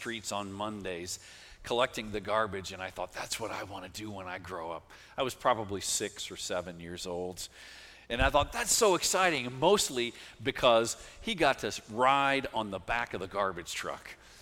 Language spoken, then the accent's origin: English; Argenta, Illinois, United States; When I was a kid, as I shared with the children this morning, growing up in Argenta